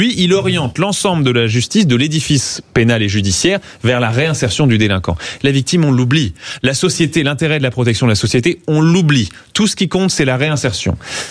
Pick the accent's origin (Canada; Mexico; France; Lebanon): Canada; Moi, j'ai grandi au Canada, par exemple. Le Canada est un pays très sûr.